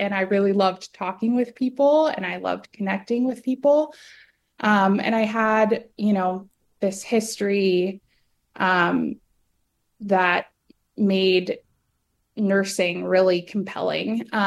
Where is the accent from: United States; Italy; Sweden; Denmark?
United States; Texas; so they ended up moving their family to Texas. So I'm actually originally from Texas.